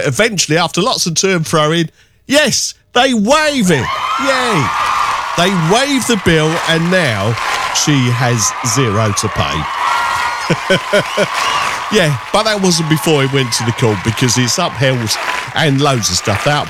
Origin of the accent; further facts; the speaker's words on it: New Zealand; Yeah, I'm from New Zealand.